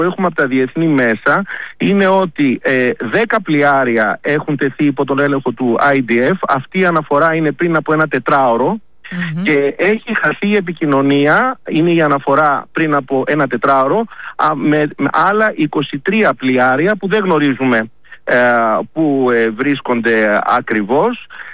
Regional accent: Rhodes, South Aegean, Greece; born there; συμβαίνει να είμαι από τη Ρόδο, οπότε και το Μαρμαρίς είναι κοντά στη γενέτειρά μου

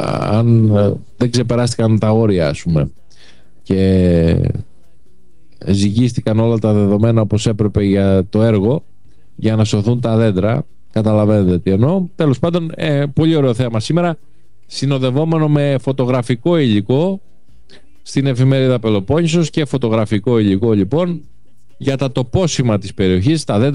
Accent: Patras, Western Greece, Greece; πρέπει να τα ξέρουμε και ως πατρινοί.

